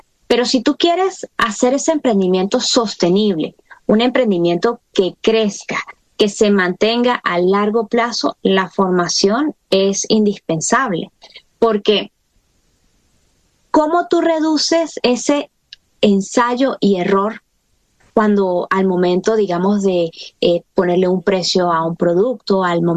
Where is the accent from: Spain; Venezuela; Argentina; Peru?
Venezuela